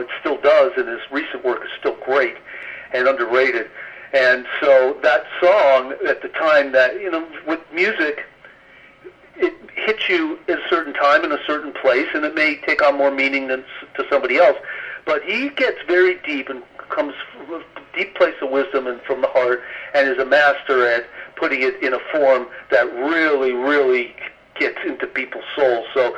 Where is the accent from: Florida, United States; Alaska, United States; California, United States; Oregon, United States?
California, United States; Los Angeles; I haven't seen another story about growing up in West L.A. in the 1970s